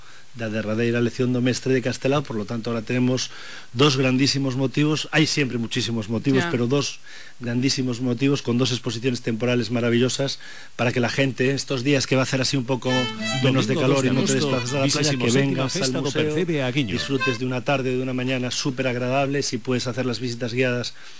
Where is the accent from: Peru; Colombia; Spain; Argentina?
Spain; Galicia; como gallegos que fuimos pueblo emigrante, hay que recibir a todo el mundo de la mejor forma posible